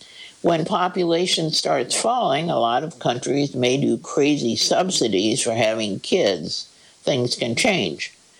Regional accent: Madrid, Community of Madrid, Spain; I'm originally from Madrid in Spain. A lot of the residential neighborhoods in Madrid are ugly.

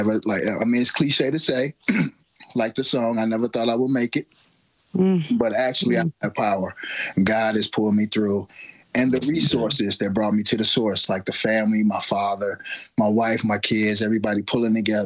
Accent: St. Louis, Missouri, United States; moved away as an adult; now in Springfield, Illinois, United States; I'm from St. Louis, Missouri, the AKA the Lou.

